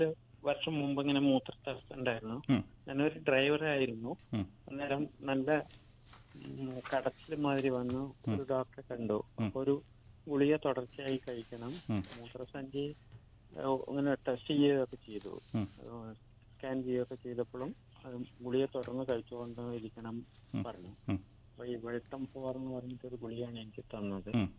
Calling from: Palakkad, Kerala, India; ഞാൻ പാലക്കാട്ടിൽ നിന്നാണ് വിളിക്കുന്നത്.

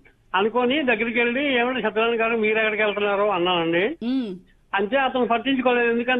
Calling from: Munagapaka, Andhra Pradesh, India; మునగపాక నుంచి మాట్లాడుతున్నాను

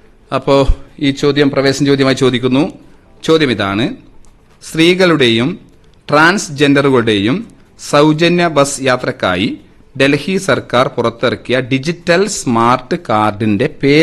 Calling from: Thalora, Kerala, India; Taliparamba.

